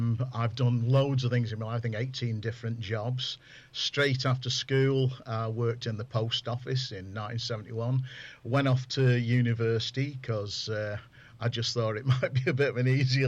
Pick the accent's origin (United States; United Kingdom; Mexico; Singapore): United Kingdom; Crewe, North West England; you can tell I'm not a Scouser by birth. I grew up in Crewe. And, you know, my dad worked in a toilet factory, and education took me all around the world.